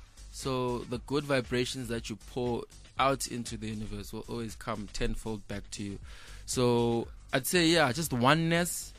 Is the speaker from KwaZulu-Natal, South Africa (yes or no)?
no; East Rand, Gauteng, South Africa; born there; also born or lived in Soweto; mina ngibuye Midlands, Ndunansi Soweto. On that, actually, I was born in Soweto, but I lived in Spreadview, East Rand.